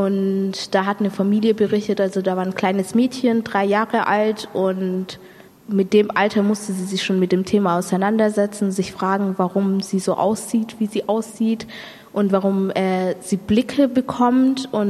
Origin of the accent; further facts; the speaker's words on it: Stuttgart, Baden-Württemberg, Germany; Genau, ja, ich bin in Stuttgart aufgewachsen und es ist ein tägliches Problem.